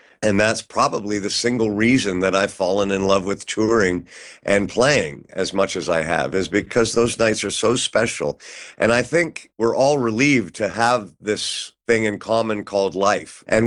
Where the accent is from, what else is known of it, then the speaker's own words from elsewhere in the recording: Toronto, Ontario, Canada; moved away; also born or lived in California; I found a small farming community back in the East Coast, actually quite close to where I grew up in Toronto.